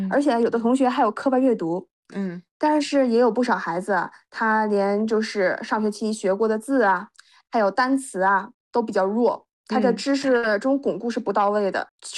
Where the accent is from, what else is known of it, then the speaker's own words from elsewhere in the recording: northern China, China; 它贵州这边的是跟咱们北方不太一样的